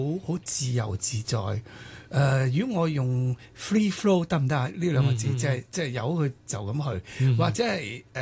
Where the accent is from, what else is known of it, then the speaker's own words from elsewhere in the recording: Chaozhou, Guangdong, China; 我是潮州人。我系潮州人。